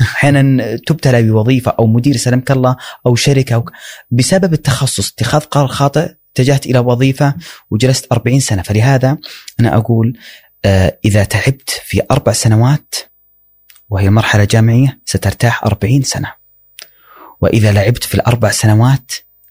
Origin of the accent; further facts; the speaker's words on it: Saudi Arabia; إذا قيل ما قبيلة تقول أنا سعودي.